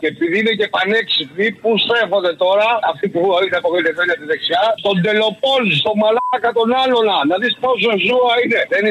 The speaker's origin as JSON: {"language": "Greek", "region": "Northern Greece", "country": "Greece", "said": "Λοιπόν, είμαι Βορειοελλαδίτης και θα ήθελα να πω κάτι για τους βλάχιους πατριώτες μου, τους Βορειοελλαδίτες"}